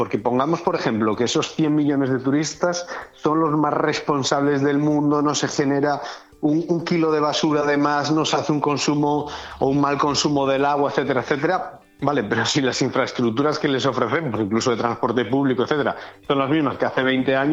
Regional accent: Galicia, Spain

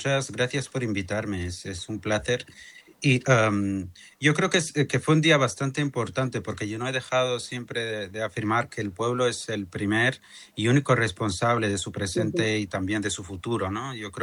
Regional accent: Western Sahara; vengo del Sáhara, tengo la cara que tengo

